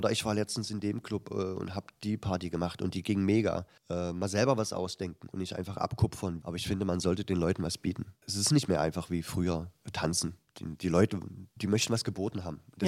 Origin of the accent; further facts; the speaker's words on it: Halle, Saxony-Anhalt, Germany; Genau, ich lebe schon seit meiner Geburt hier sozusagen.